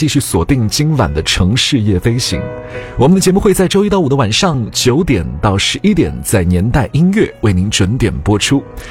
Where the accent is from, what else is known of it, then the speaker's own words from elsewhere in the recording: Shenzhen, Guangdong, China; 作为从小在深圳长大的人